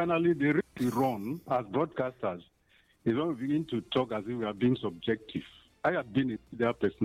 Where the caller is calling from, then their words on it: Ogoja, Cross River, Nigeria; I'm calling from Ugoja.